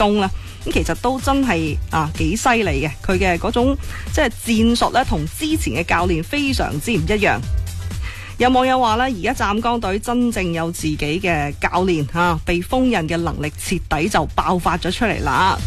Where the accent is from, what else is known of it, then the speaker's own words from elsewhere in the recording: Foshan, Guangdong, China; 我们佛山人